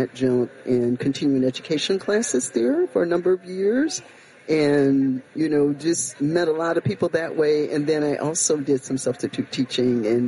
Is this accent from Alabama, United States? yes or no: yes; Alabama, United States; moved away as an adult; also born or lived in Elgin; now in McHenry County, United States; I moved to Illinois when I was 18.